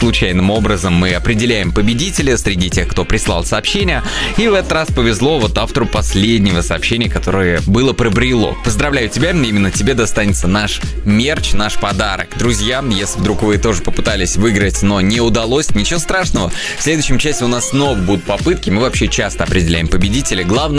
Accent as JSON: {"language": "Russian", "town": "Samara", "region": "Samara Oblast", "country": "Russia", "said": "я из Самары."}